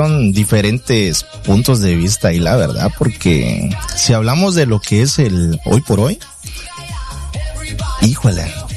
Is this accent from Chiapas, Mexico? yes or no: yes; Tuxtla Gutiérrez, Chiapas, Mexico; Yo no soy marroquí. Imagínate, soy tuxtleco aquí, tiré el ombligo y todo.